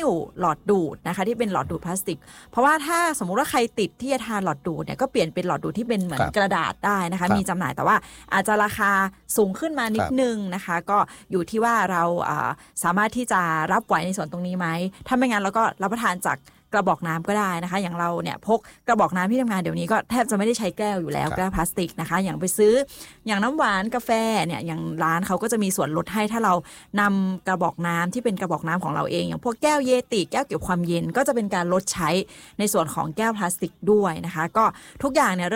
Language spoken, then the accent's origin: Thai; Lamphun, Thailand; คนเราเป็นคนลำพูนเหมือนกันนะคะ